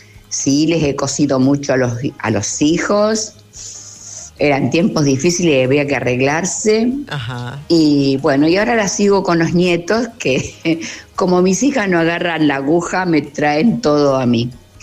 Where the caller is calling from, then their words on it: Granadero Baigorria, Santa Fe, Argentina; de Baigorria.